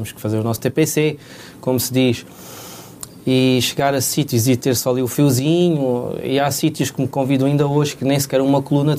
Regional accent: Beja, Alentejo, Portugal

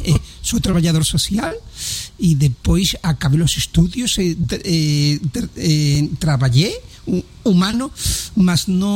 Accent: Cádiz, Andalusia, Spain; Portuguese is a second language; now in Portugal; Sou de Andaluzia, sou de Espanha, mas é um facto que já levo mais tempo a morar em Portugal que na Espanha.

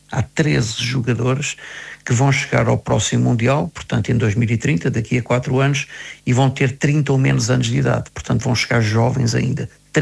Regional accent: Lisbon, Portugal; now in Braga, Portugal; Eu sou nado em Braga, de facto, não sou criado em Braga, eu cresci em Lisboa, mas voltei para Braga e vivo aqui há muitos anos

